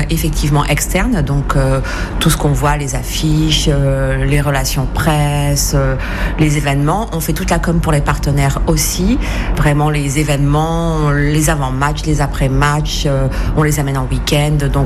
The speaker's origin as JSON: {"language": "French", "town": "Brive-la-Gaillarde", "region": "Nouvelle-Aquitaine", "country": "France", "said": "je viens de Brive et qu'on est plutôt une terre de 15."}